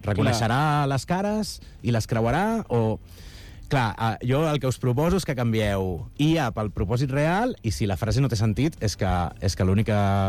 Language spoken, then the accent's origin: Catalan; Catalonia, Spain; I clar, jo volia agafar aquest esperit, no?, que tenim com a catalans de no sé, del granet de sorra i de canviar el món